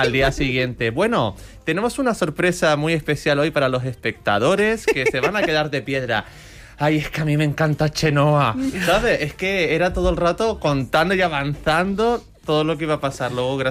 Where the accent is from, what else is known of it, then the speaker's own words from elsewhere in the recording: Canary Islands, Spain; Yo soy de Gran Canaria.